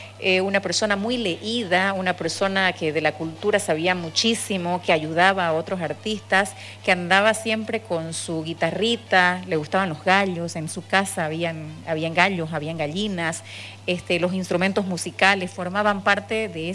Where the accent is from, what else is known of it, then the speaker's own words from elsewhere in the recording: Samaipata, Santa Cruz, Bolivia; Yo estudiante de colegio en mi pueblo Samaipata